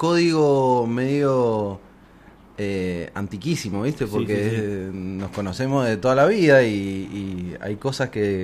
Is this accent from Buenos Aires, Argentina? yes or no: no; Mendoza, Argentina; moved away; Hay mucha gente que no sabe que somos mendocinos.